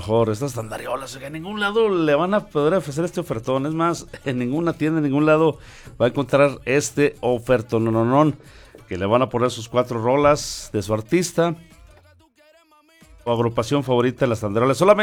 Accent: Fresnillo, Zacatecas, Mexico; porque es como ser mexicano, sentirse mexicano, zacatecano, frenillense, de otras tierras, etcétera.

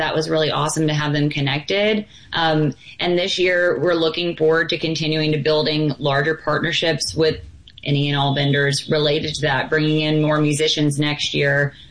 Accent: Jackson, Mississippi, United States; Like, I'm from Jackson.

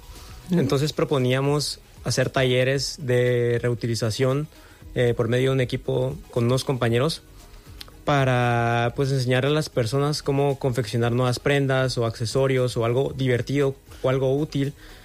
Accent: Guatemala; moved away; Yo soy de Guatemala

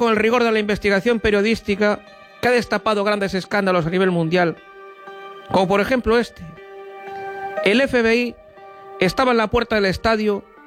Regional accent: Spain; yo soy muy español y mucho español.

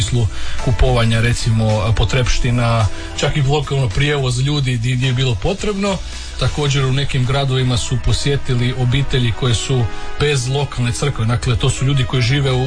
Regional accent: Croatia; mi često kao Hrvati ne razumijemo recimo koliko je Poljska velika zemlja.

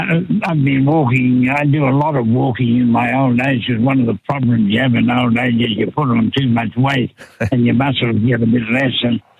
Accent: Australia; We're going to talk about how we can become better Australians and think about what we can do to make us a caring

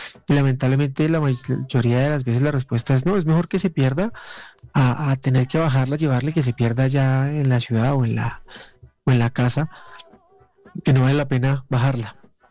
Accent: Colombia; also born or lived in Bogotá; Bueno, yo nací en Bogotá. Ajá. Una familia tradicional. Y pues nada, afortunadamente, a Dios gracias, crezco alrededor de Colombia.

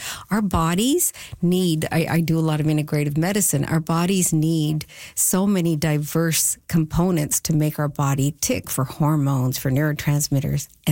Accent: Newfoundland and Labrador, Canada; I grew up in Newfoundland

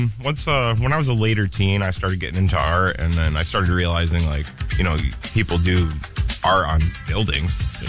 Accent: Toledo, Ohio, United States; I grew up in West Toledo.

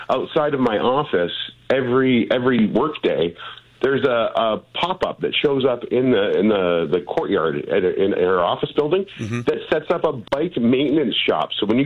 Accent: Hamilton, Ontario, Canada; Hamilton. I'm from the Hamilton area, and we could really take a lesson on our LRT screw up

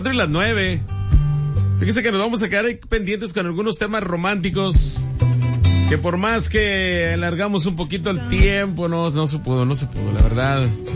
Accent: Mexico; yo, de lo mejorcito que tenemos en México.

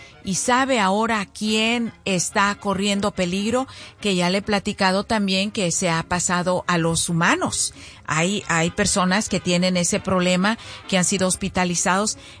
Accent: Zacualco de Torres, Jalisco, Mexico; moved away; allá en el kiosco de allá de mi pueblo, de Zacualco de Torres.

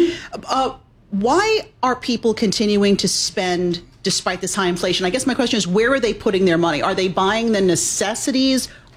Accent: New York City, New York, United States; I grew up in Williamsburg, Brooklyn, in the 70s and 80s, when it was a very different place than it.

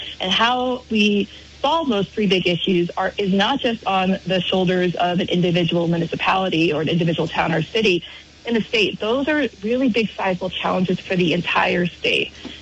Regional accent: Barre, Vermont, United States; I grew up in Barrie, and I say Barrie in particular because Barrie has also had a reputation.

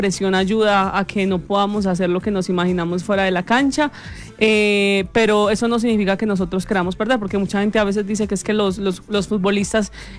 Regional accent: Colombia; hablo de que nosotros como colombianos a veces podemos ser muy motivadores, podemos ser muy berracos, echados para adelante

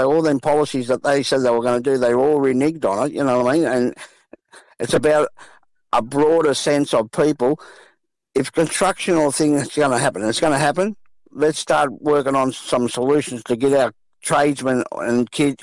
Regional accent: Waterloo, New South Wales, Australia; just to see Waterloo, because I grew up in Raglan Street back in the day

